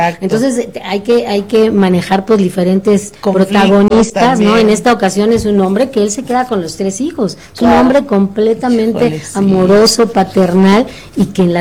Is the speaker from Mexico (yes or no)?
yes; Campeche, Mexico